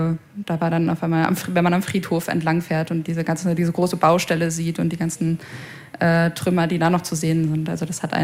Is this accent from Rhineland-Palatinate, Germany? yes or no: yes; Bad Neuenahr-Ahrweiler, Rhineland-Palatinate, Germany; moved away as an adult; also born or lived in Stuttgart; Wenn ich Bad Neuenahr-Ahrweiler sage, dann geht direkt die Diskussion los.